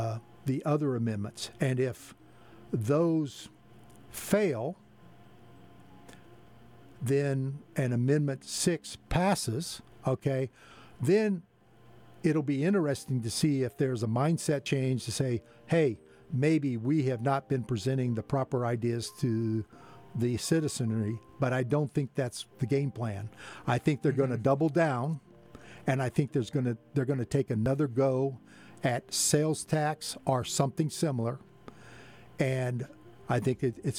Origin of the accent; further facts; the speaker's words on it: Salem, Missouri, United States; My hometown of Salem used it to pay off an electricity deficit.